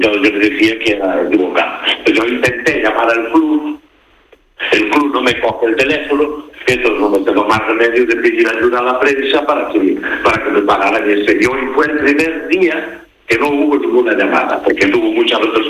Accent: Lugo, Galicia, Spain; now in A Coruña, Spain; La zorza auténtica, la zorza de Lugo, porque yo soy nativo de Lugo. Uy. Llevo muchos años en Coruña, pero la zorza es la de Lugo, no la de Coruña.

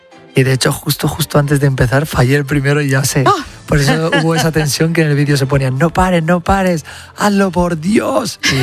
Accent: Móstoles, Community of Madrid, Spain; Empecé porque yo soy de Móstoles y enfrente de mi casa había un polideportivo. Se construyó un polideportivo con un skatepark cuando tenía unos 9 años.

